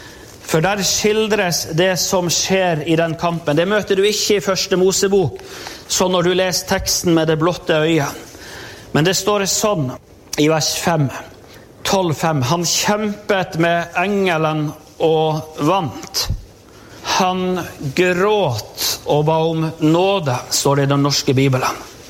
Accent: Målselv, Troms, Norway; som en liten guttunge på skolen hjemme i Målselv.

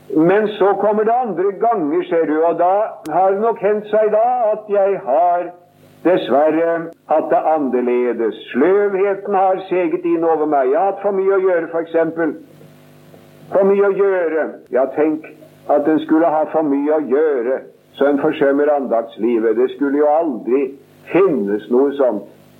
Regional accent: Sarpsborg, Østfold, Norway; Det skulle ha tatt seg ut, som vi sier hjemme i Sarpsborg.

